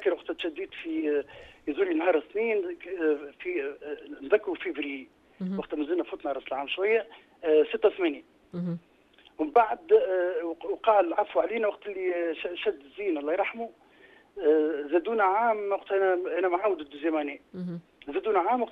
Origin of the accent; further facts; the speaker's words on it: Tunisia; accent: Tunisian; ولهجتنا التونسيه